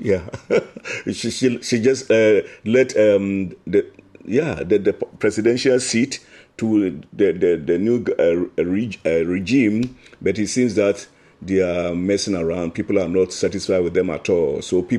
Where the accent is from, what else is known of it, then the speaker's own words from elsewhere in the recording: Ghana; even as a Ghanaian